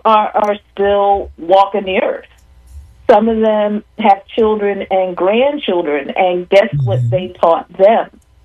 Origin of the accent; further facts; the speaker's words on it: United States; I'm 62 years old, mm-hmm. which means I, as an American